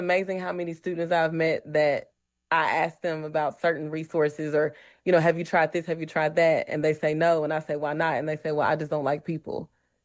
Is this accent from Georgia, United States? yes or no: no; Mississippi, United States; And you know, I come from a I grew up in Mississippi, and you know, you didn't have a choice.